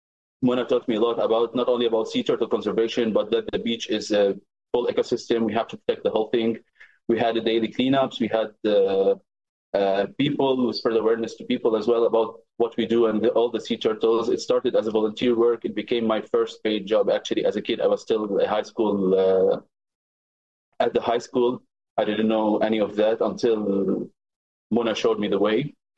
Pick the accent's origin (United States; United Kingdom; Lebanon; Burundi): Lebanon; South Governorate; I'm from Al-Mansouri village.